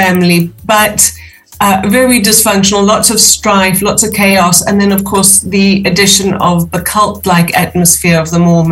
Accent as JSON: {"language": "English", "town": "Durban", "region": "KwaZulu-Natal", "country": "South Africa", "tie": "born or raised there", "moved": "yes", "lives_now": "East Midlands, United Kingdom", "said": "I was raised in Durban in South Africa, and I was the middle child of six."}